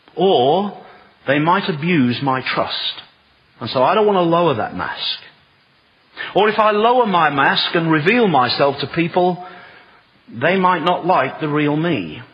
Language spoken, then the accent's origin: English; United Kingdom; I'm typical British.